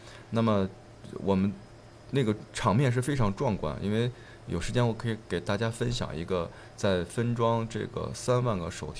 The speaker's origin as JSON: {"language": "Chinese", "region": "Beijing", "country": "China", "moved": "as an adult", "said": "我是从北京过来的。"}